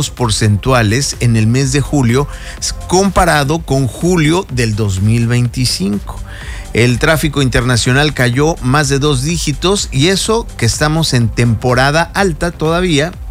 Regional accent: Veracruz, Mexico; now in Cancún, Mexico; los que somos de Veracruz

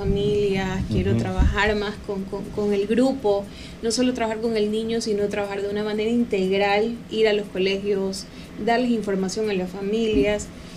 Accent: Guayaquil, Guayas, Ecuador; accent: guayaco; Yo estudié en Guayaquil, viví casi toda mi vida en Guayaquil.

